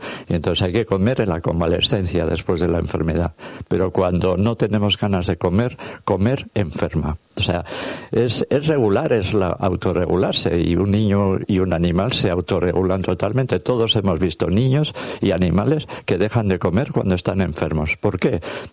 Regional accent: Durango, Mexico; Bueno, es lo que hacía mi mamá. Yo soy de Durango y mi mamá hacía eso.

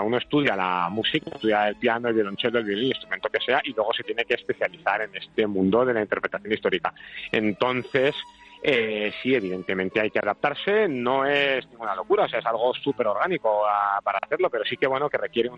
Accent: Bilbao, Basque Country, Spain; como soy de Bilbao

